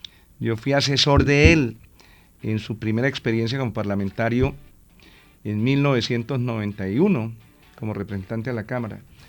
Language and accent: Spanish; Bogotá, Colombia; Soy bogotano.